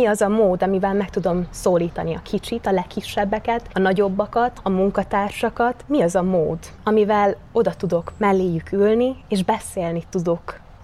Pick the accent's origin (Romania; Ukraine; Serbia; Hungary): Ukraine; Berehuifalu, Zakarpattia Oblast; Beregújfaluból származom, 23 éves vagyok